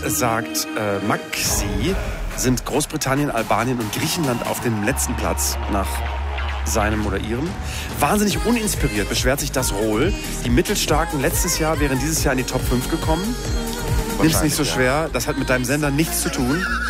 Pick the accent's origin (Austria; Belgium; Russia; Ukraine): Austria; Als Österreicher muss ich sagen, furchtbar.